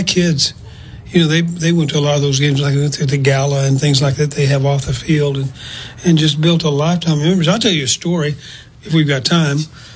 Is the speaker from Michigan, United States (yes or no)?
no; Texas, United States; coming from Texas, growing up in the Texas Panhandle, and going to a small school in Oklahoma